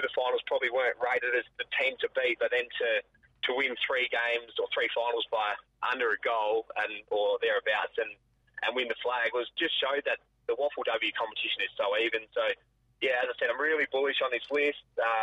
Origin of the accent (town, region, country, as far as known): Northampton, Western Australia, Australia; born or raised there